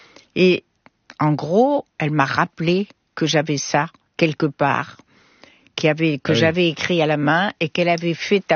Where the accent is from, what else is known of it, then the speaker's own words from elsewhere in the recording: Morocco; En plus, en tant que bonne Marocaine, j'avais peur des chiens.